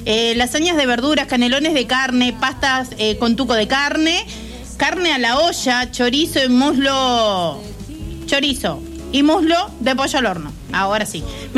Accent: Córdoba, Argentina; accent: Cordobés; Soy cordobés y ando sin documentos porque llevo el acento.

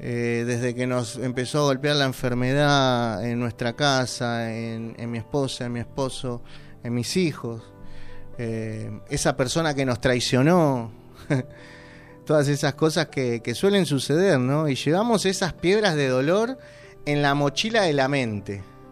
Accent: Argentina; los argentinos somos especialistas en hacer monumentos

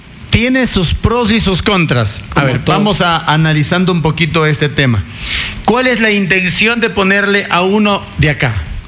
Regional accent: Ecuador; nosotros como ecuatorianos, argentinizados y todo

